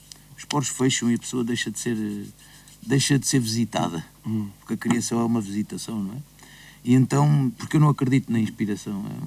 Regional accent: Lisbon, Portugal; now in Alentejo, Portugal; eu sou de Lisboa, vivo é no Alentejo

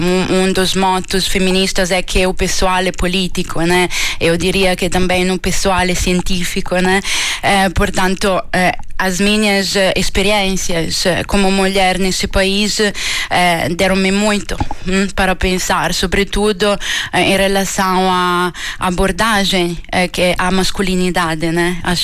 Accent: Italy; Portuguese is a second language; moved away as an adult; also born or lived in Ireland / Belgium; now in Portugal; Eu sou italiana e cresci academicamente, né? Fiz a minha licenciatura e o meu mestrado na Itália, na Università di Macerata, no centro da Itália, uma universidade pequenina.

